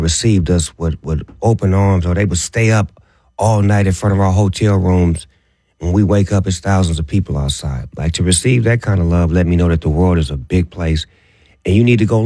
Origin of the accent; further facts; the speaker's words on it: Long Beach, California, United States; I'm from Long Beach and we're only in Long Beach.